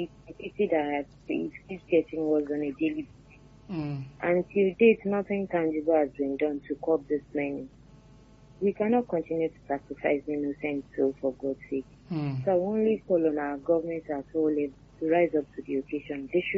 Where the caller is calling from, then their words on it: Nigeria; from Adejai.